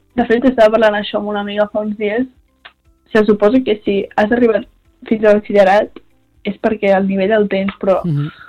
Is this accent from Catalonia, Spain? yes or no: yes; Sarral, Catalonia, Spain; No, jo soc de Sarral.